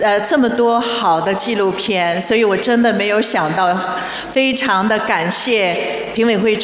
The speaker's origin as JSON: {"language": "Chinese", "region": "Shanghai", "country": "China", "tie": "born there", "said": "感谢上海，我出生在这里，我受到的电影启蒙也是在这里"}